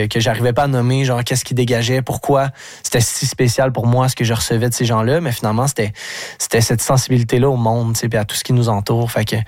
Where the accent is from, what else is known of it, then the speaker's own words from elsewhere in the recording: Lac-aux-Sables, Quebec, Canada; je viens de Lac-aux-Sables, un petit village où ça peut être difficile d'être en contact avec la culture ou les arts.